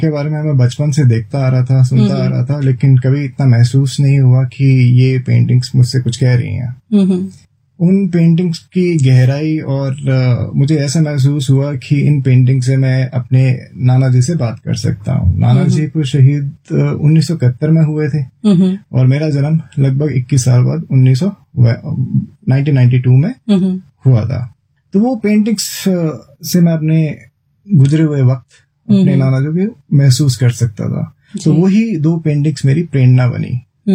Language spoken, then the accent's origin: Hindi; Katora, Himachal Pradesh, India; जी मैं नगरोटा सूर्या के समीप एक कटोरा गांव है वहाँ का रहने वाला हूँ। और जो मेरी शुरुआती दौर पे जो शिक्षा है, ट्वेल्थ क्लास जो मैंने कही थी वो कांगड़ा में जीवी स्कूल है वहां से मैंने की।